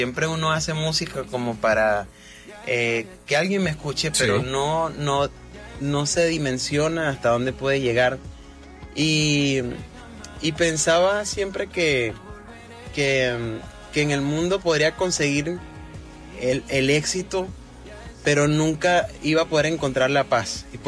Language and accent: Spanish; Venezuela; yo crecí escuchando artistas como